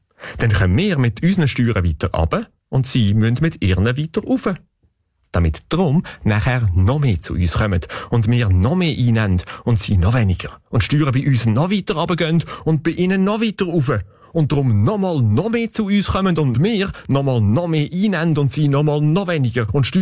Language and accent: German; Lucerne, Switzerland; Also, heute möchte ich hier die Gelegenheit nutzen, um als Luzerner meinen lokalpatriotischen Stolz auszudrücken.